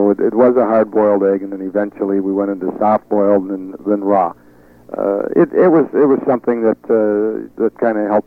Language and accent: English; Canada; As you said, I was raised in Canada, so I learned all my hockey in Canada.